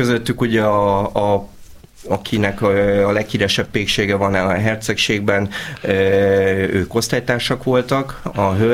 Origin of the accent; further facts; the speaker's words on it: Csepel, Budapest, Hungary; Egy csepeli srác vagyok, aki megragadta a lehetőséget